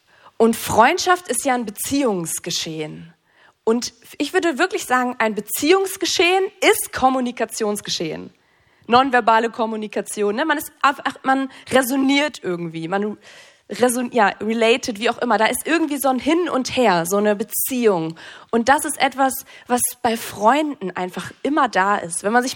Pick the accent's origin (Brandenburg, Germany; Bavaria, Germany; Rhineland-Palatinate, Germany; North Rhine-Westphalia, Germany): North Rhine-Westphalia, Germany; Ich komme aus NRW.